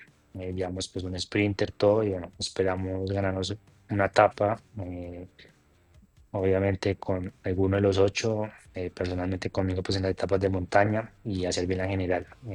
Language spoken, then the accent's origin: Spanish; Huila, Colombia; born there; A que la gente conozca la región de donde nací, de donde vengo. Es una región muy linda, el departamento de Huila, el sur de Colombia.